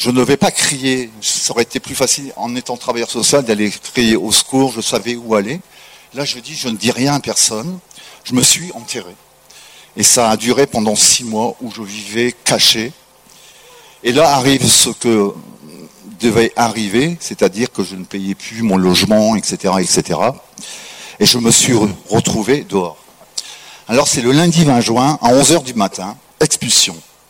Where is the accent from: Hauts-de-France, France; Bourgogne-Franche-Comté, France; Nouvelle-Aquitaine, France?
Hauts-de-France, France; now in Valence, France; J'ai oublié de dire, je suis du Pas-de-Calais, j'étais là-haut. Et le lendemain matin, 7h30, je prenais le train pour arriver à Valence